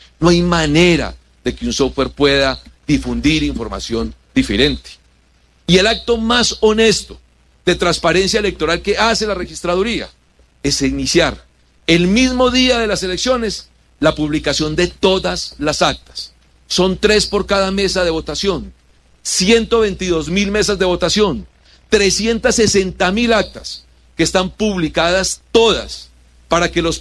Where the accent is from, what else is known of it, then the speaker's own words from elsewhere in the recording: Colombia; lo que nos caracteriza como colombianos